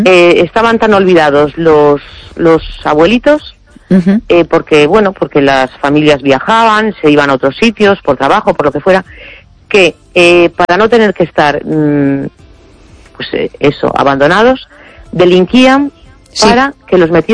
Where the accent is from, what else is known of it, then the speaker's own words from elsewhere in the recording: A Coruña, Galicia, Spain; Hola, Esther, buenas noches … de La Coruña.